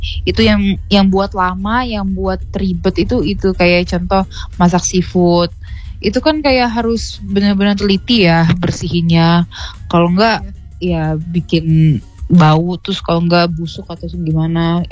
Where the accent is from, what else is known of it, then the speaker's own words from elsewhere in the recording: Lampung, Indonesia; andalan aku sebagai orang Lampung dan Sunda gitu ya.